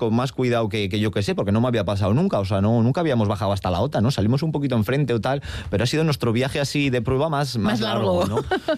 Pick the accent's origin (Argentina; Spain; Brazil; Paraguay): Spain; Getxo, Basque Country; Los que soy de Algorta de Guecho, pues que aparcar es como creer en Dios muchas veces